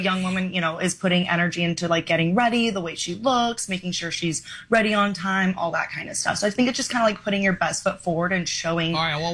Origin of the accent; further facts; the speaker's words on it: Arizona, United States; also born or lived in Florida; now in New York City, United States; I grew up in Arizona.